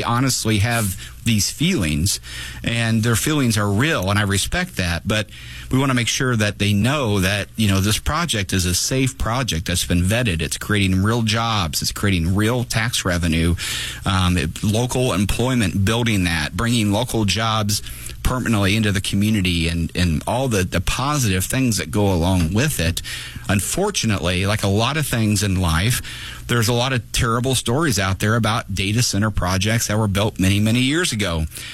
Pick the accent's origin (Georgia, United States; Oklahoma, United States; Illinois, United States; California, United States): Illinois, United States; Divernon; So, I grew up in Divernon. My parents both grew up in Springfield on the east and down on the Cabbage Patch.